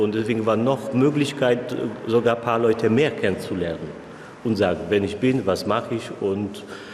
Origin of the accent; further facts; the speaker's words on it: Silesian Voivodeship, Poland; Sogar in meiner Heimat, in Polen, Schlesien, ist das schon ist langsam problematisch.